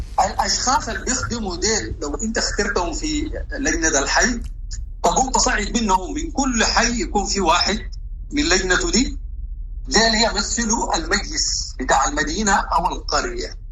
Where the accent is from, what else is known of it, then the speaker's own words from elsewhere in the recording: Sudan; دي نحن عندنا في السودان ما حصلت منذ الاستقلال والى اليوم.